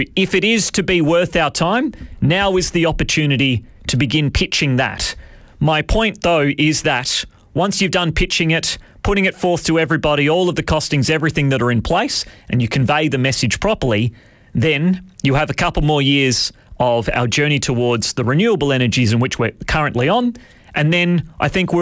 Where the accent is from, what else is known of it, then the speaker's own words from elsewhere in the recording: South Australia, Australia; Made us have a bit more of an appetite for travelling around as we're from the Riverlands.